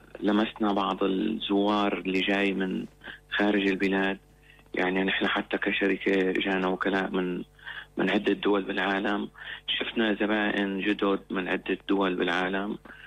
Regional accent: Syria; كلنا كسوريين

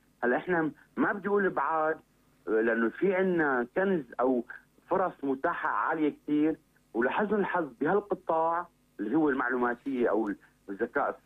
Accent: Syria; نحن بسوريا

